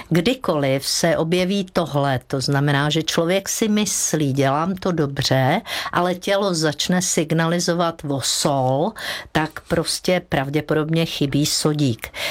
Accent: Prague, Czechia; Tak u vás se to nedělalo, u nás na Žižkově, to víte, tam se děly věci.

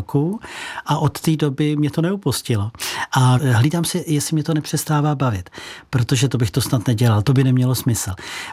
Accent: Prague, Czechia; born there

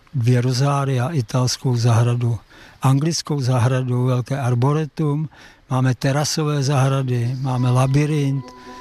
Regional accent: Liberec, Liberec Region, Czechia; born there

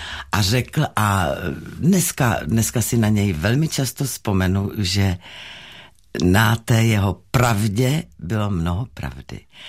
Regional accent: Prague, Czechia; Já nemám rodný dům, narodila jsem se v Praze v Londýnské ulici.

